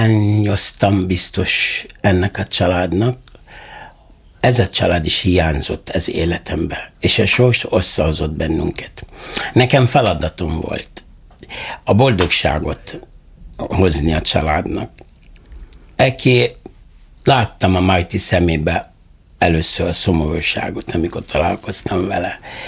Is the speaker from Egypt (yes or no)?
yes; Egypt; Hungarian is a second language; now in Hungary; Én jöttem a szeretet országból